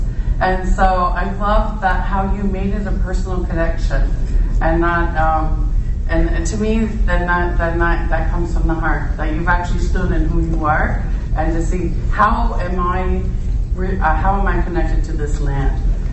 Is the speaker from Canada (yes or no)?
yes; Toronto, Ontario, Canada; moved away as an adult; now in Ganadagai (Ontario), Canada; I was born and raised in Toronto. Right in old Cabbage Town, right downtown, a really historical part of Toronto. I loved it, born and raised there, left when I was 22.